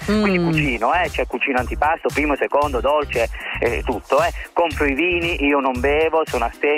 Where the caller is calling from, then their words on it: Reggio Emilia, Emilia-Romagna, Italy; io lavoro in un'azienda di multiservizi qua a Reggio Emilia.